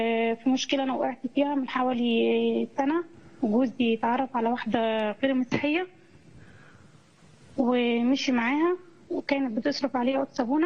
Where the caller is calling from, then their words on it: Cairo, Cairo Governorate, Egypt; من القاهرة.